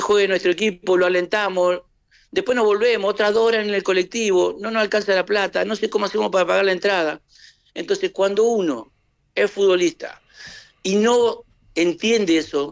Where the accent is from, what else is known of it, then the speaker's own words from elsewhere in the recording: Argentina; cómo somos los argentinos. Los argentinos somos gente de una economía muy endeble, muy complicada